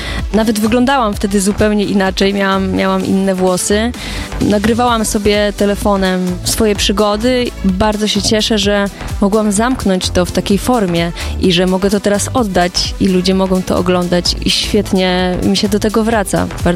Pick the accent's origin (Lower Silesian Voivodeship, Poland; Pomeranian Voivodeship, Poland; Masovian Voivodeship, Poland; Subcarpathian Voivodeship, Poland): Lower Silesian Voivodeship, Poland; Mrowiny; also born or lived in Świdnica; Miejsce urodzenia to była Świdnica, natomiast wychowałam się w Mrowinach, takiej malutkiej wiosce.